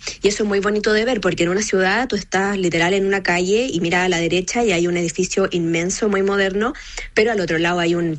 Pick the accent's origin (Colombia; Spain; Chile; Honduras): Chile